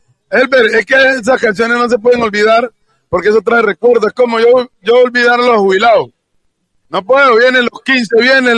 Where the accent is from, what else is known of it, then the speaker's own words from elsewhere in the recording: Buenaventura, Valle del Cauca, Colombia; moved away; Nunca me puedo olvidar de mi tierra, del barrio de la Independencia.